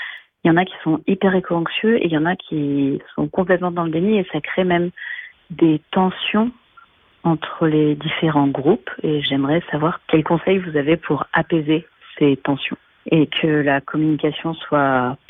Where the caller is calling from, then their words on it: Villard-de-Lans, Auvergne-Rhône-Alpes, France; j'appelle de Villard-de-Lans.